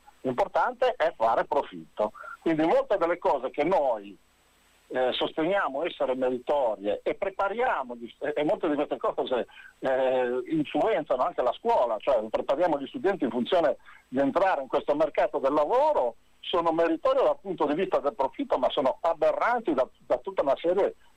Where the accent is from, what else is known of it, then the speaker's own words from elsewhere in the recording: Sanremo, Liguria, Italy; io sono di Sanremo, Imperia